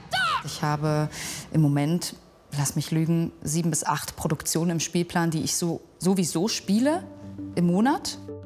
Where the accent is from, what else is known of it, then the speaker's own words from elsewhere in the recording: Dresden, Saxony, Germany; ich bin 31 Jahre alt. Ich komme aus Dresden, gerade Beul.